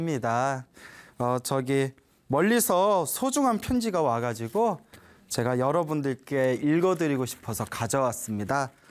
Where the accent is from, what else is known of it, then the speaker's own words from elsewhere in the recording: Argentina; 저는 아르헨티나에서 종교는 불교이지만 불법의 도리를 잘 모르는 집에서 태어났습니다. 그래서 가끔 현지에 있는 절에 가기도 했으나